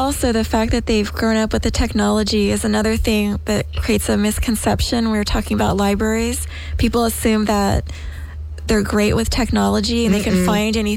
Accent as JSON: {"language": "English", "region": "Pennsylvania", "country": "United States", "tie": "born there", "moved": "yes", "lives_now": "Los Angeles, United States", "said": "You know, I mentioned I was born in Pennsylvania. My parents moved out here to Los Angeles, and they were already in their 50s and made that huge move, which is a big cultural shift for us to move from a small town on the East Coast."}